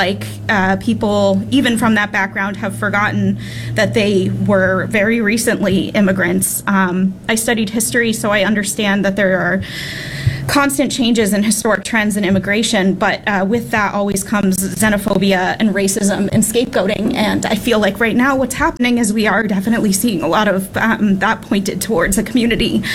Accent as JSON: {"language": "English", "area": "Coös County", "region": "New Hampshire", "country": "United States", "tie": "born or raised there", "said": "I grew up in Colas County, where the population is significantly French Canadian. It was not rare to walk around grocery stores or go to restaurants, a hair salon, and have somebody having a full French conversation in the chair next to you."}